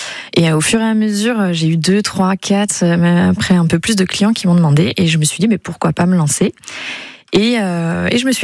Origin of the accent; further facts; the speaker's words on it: Grand Est, France; now in Dijon, France; Moi, je suis vosgienne, hein, je suis pas dijonnaise à la base. Je viens des Vosges.